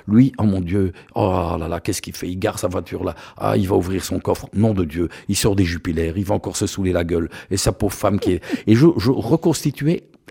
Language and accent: French; Marloie, Wallonia, Belgium; à Marloix, précisément, ma terre natale